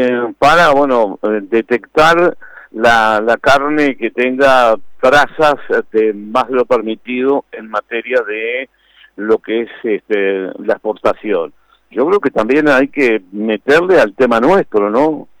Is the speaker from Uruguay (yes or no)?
yes; Uruguay